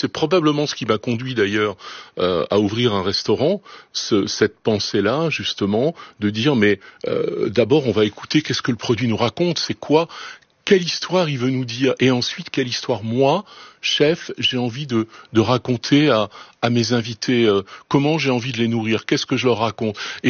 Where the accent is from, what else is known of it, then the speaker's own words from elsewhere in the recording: Roanne, Auvergne-Rhône-Alpes, France; born there; moi, je suis né à Rouen.